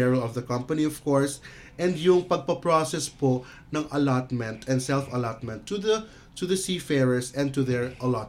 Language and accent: Tagalog; Panaon, Misamis Occidental, Philippines; Originally from Panaon, Misamis Occidental.